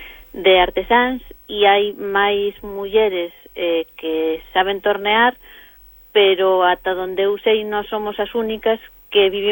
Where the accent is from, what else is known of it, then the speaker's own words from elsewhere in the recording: A Estrada, Galicia, Spain; Do lugar de Ulla, da parroquia de Berres na Estrada, e que xa era torneiro.